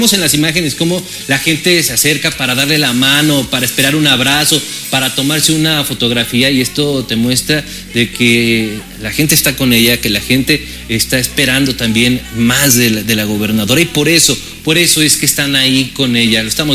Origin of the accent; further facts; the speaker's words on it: State of Mexico, Mexico; me gusta el Estado de México, me gusta ser de aquí, mi familia es de aquí